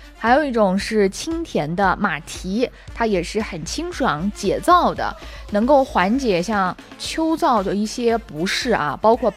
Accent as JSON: {"language": "Chinese", "region": "Xinjiang", "country": "China", "said": "有七种家常的蔬菜也是咱们新疆人初秋贴秋膘的一个绝佳选择。"}